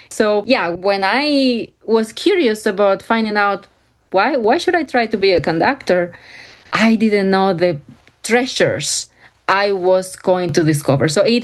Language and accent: English; Cuba; moved away; I'm from Cuba